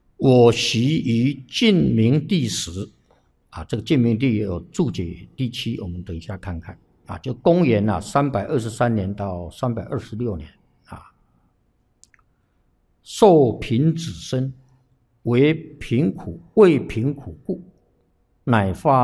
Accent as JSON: {"language": "Chinese", "country": "Taiwan", "said": "我们台湾这边"}